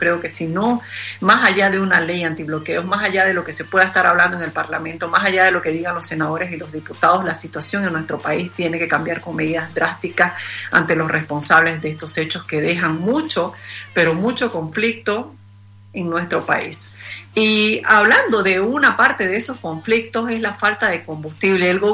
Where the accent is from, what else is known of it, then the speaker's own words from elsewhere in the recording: Santa Cruz, Bolivia; y más aún como cruceños.